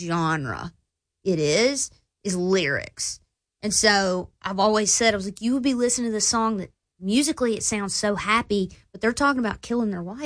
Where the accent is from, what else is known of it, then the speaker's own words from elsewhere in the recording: Floyd, Virginia, United States; So my grandfather, growing up in Floyd is huge for bluegrass music, that entire area.